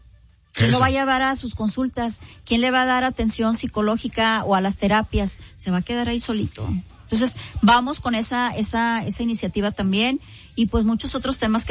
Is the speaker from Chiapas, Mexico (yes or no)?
no; Monterrey, Nuevo León, Mexico; soy regia y quiero... Regios para regios, soy de Monterrey